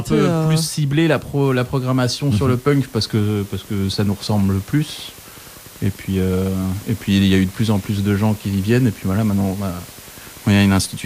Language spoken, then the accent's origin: French; Rennes, Brittany, France; C'est vrai que moi aussi je suis venu de Rennes, mais pas pour la scène ici, mais justement parce qu'on s'est dit qu'il se passait rien ici.